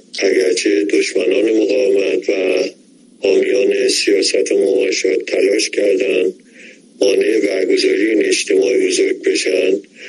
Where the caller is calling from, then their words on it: Semnan, Iran